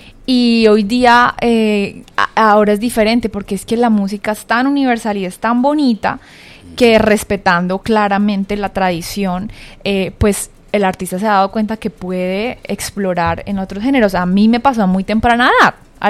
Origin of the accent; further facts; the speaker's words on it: Villavicencio, Meta, Colombia; now in Bogotá, Colombia; Y siempre que uno va, ¿de dónde eres? De Villavicencio.